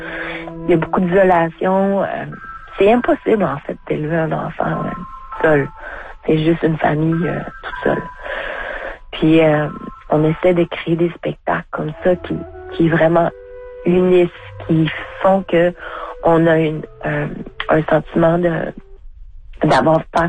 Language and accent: French; Sept-Îles, Quebec, Canada; Puis moi, j'ai vécu à Sept-Îles, je suis née à Sept-Îles.